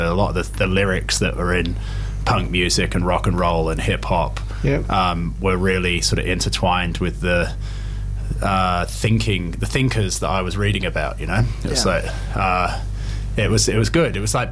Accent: England, United Kingdom; also born or lived in New Zealand; I was born in New Zealand, but I grew up in England. I spent half my life over here, but like English punk was what my youth.

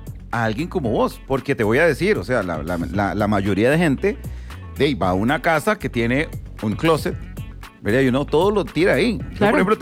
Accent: Costa Rica; Sí, yo soy tico.

